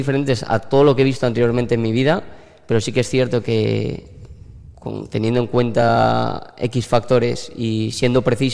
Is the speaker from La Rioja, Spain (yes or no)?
yes; La Rioja, Spain; moved away as an adult; now in Mallorca, Spain; yo soy de La Rioja, soy riojano.